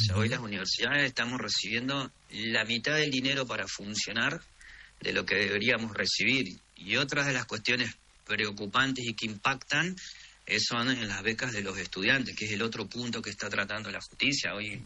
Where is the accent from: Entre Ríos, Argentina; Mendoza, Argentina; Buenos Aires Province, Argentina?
Entre Ríos, Argentina; Caseros; yo soy de Casero